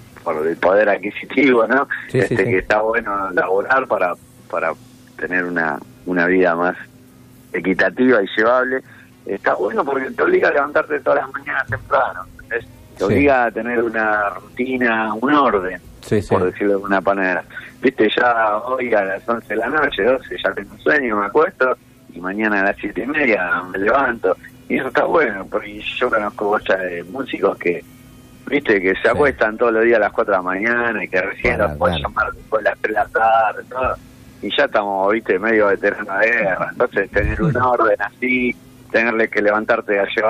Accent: Buenos Aires, Argentina; Lo que pasa es que somos los tres de Piedrabuena, nosotros somos de un barrio acá de Tugano, que se llama, sí, Piedrabuena. Yo vivo actualmente, nací acá y sigo viviendo acá

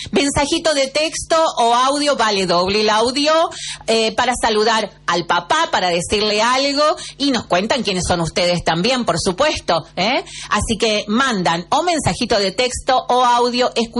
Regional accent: Argentina

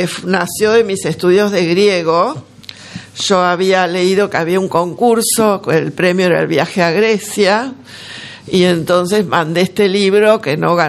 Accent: San Fernando, Buenos Aires Province, Argentina; Yo soy de San Fernando, de la Buena Vista.

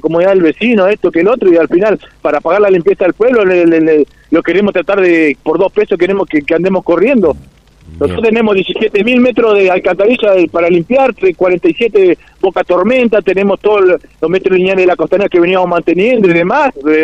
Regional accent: Junín de los Andes, Neuquén, Argentina; Yo soy de acá, soy de Junín de los Andes, no me voy a ir.

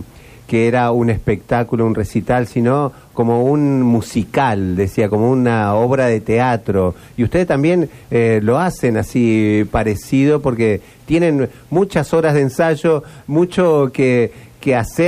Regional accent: Mar del Plata, Buenos Aires Province, Argentina; born there; moved away; vivíamos en Mar del Plata en esa época

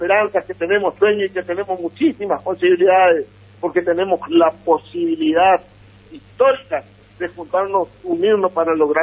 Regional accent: Chaco, Argentina; nuestra provincia del Chaco

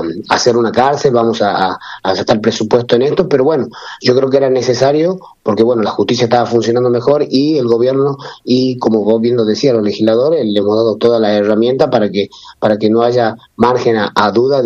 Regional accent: Tucumán, Argentina; vengo del departamento Leales, sí. Soy legislador del Este

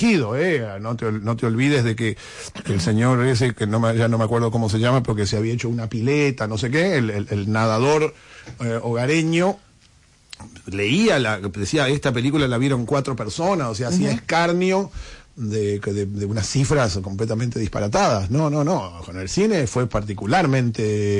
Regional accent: Argentina

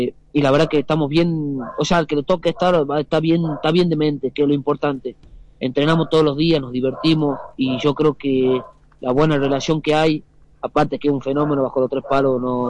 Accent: Concepción, Tucumán, Argentina; yo soy acá de Concepción, de la ciudad de Concepción, hice infantil inferior acá en Concepción

